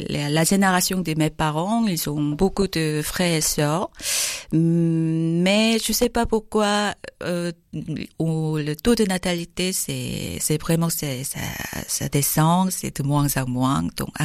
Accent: Seoul, South Korea; French is a second language; Oui, je suis venue de Séoul, la capitale de Corée du Sud. Je dois me préciser parce que j'entends très souvent la question, vous venez d'où? Corée du Nord, Corée du Sud? Donc oui, je suis sud-coréenne, oui, je viens de la Séoul.

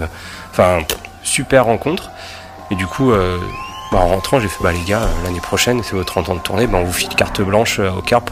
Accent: Bourges, Centre-Val de Loire, France; on est de la région centre, moi je viens de Bourges.

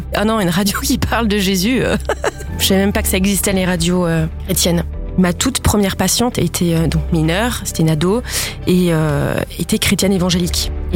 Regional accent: Colmar, Grand Est, France; j'ai 31 ans. Dans la vie, je suis psychologue et je viens du secteur de Colmar.

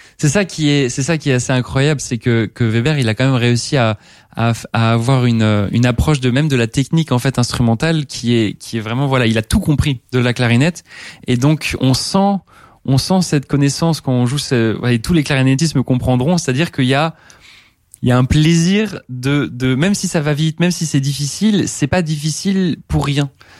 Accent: Thann, Grand Est, France; je suis issu d'une famille de musiciens amateurs. Donc j'ai grandi en Alsace dans une petite ville qui s'appelle Tann

